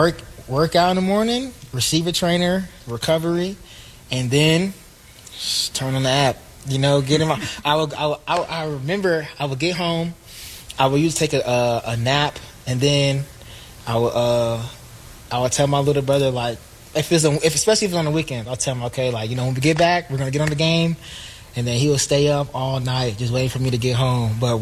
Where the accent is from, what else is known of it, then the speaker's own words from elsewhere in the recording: Georgia, United States; And I was growing up in Gwinnett, going against people that had all the Power 5 offers, you know, going to Norcross, seeing all the color scouts in my practice.